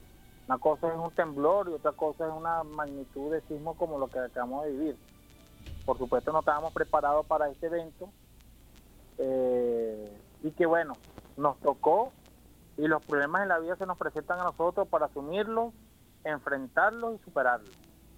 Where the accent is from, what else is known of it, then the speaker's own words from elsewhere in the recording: Venezuela; la sociedad venezolana.